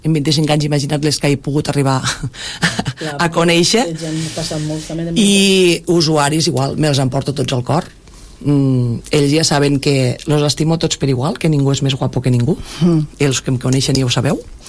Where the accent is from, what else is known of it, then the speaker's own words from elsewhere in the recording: Tortosa, Catalonia, Spain; born there; moved away as an adult; now in Roquetes, Spain; Jo soc, o sigui, vaig néixer a Tortosa i soc de Roquetes.